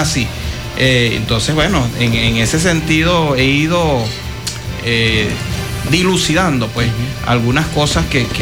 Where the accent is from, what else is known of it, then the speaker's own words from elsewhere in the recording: Venezuela; en lo que llevamos como población venezolana